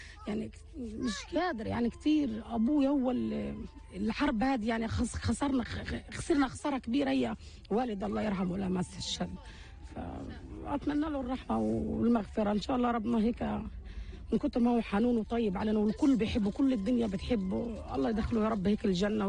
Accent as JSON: {"language": "Arabic", "town": "Gaza City", "region": "Gaza Strip", "country": "Palestine", "moved": "as an adult", "lives_now": "Deir al-Balah, Palestine", "said": "نزحنا فوق الأربع خمس مرات تقريبا، وإحنا من سكان التفاح، وجينا آخر ما استقرنا يعني هنا في دير البلح."}